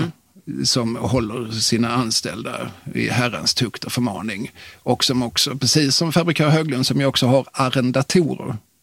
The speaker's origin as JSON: {"language": "Swedish", "region": "Skåne", "country": "Sweden", "said": "Det är lite intressant för att jag är ju själv från Skåne."}